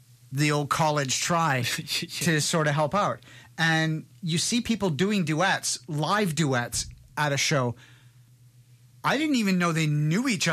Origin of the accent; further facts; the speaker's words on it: Newfoundland and Labrador, Canada; I grew up on The Rock. So I grew up in Newfoundland.